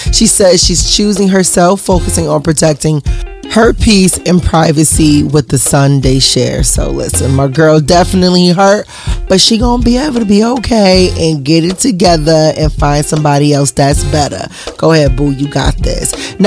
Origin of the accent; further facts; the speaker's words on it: Buffalo, New York, United States; Now, finally, I got to talk about my hometown of Buffalo.